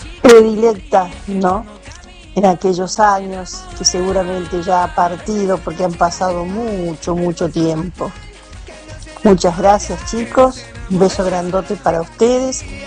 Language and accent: Spanish; Justo Daract, San Luis, Argentina; moved away; la Escuela Capital Federal de Justo Dará. No me olvido. Los mejores recuerdos para mi ciudad natal